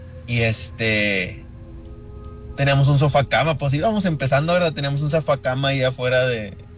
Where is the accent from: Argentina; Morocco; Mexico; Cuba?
Mexico; Santa Catarina, Nuevo León; Cuando de recién me mudé para esa casa, no nos gustaba estar ahí, ¿verdad? Yo crecí en Santa y era de que cada fin de semana nos veníamos a Santa, acá al barrio donde habíamos crecido